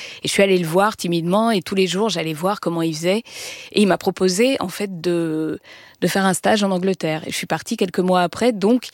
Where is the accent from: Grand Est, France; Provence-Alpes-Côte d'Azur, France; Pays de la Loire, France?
Provence-Alpes-Côte d'Azur, France; Aix-en-Provence; J'avais 19 ans et moi, je viens d'Aix-en-Provence.